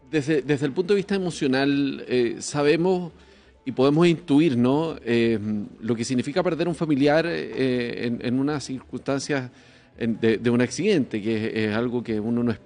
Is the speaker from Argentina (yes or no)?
no; Chile; qué tan preparados estamos nosotros también como chilenos frente al volante.